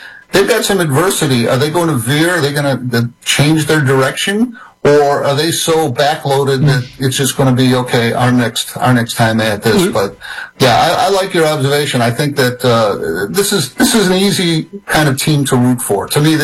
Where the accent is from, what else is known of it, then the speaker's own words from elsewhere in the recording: Chicago, Illinois, United States; now in New York, United States; I'm not a native New Yorker. I grew up in Chicago